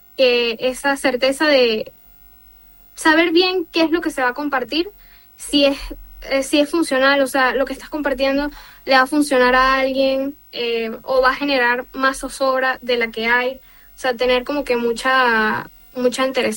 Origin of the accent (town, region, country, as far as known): Venezuela